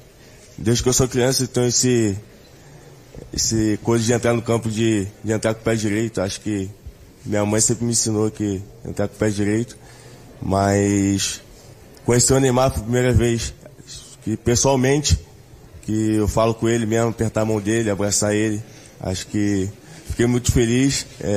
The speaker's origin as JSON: {"language": "Portuguese", "region": "Rio de Janeiro", "country": "Brazil", "tie": "born or raised there", "moved": "yes", "said": "a comunidade também, de onde cresci e vivi muito tempo."}